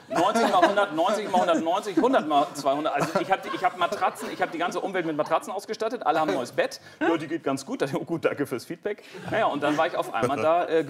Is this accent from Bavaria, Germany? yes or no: no; North Rhine-Westphalia, Germany; Und ich habe einen Großteil meiner Kindheit auf dem Bauernhof in Westfalen verbracht, wo meine Mutter herkommt.